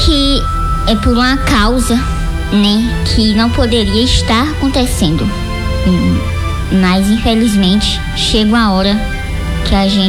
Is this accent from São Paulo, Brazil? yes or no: no; Manuel Vitorino, Bahia, Brazil; Sou de Manuel Vitorino.